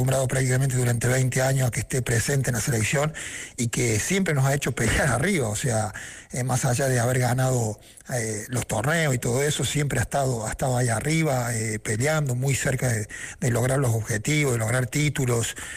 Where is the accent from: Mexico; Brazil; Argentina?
Argentina; y como hincha de la selección, como argentino, siempre era lindo verlo jugar